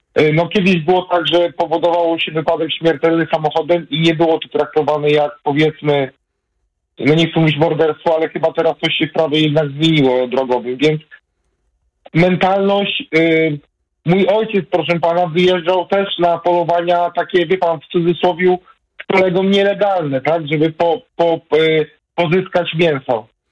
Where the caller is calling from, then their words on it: Pruszcz Gdański, Pomeranian Voivodeship, Poland; Ja mieszkam w Pruszu Gdańskim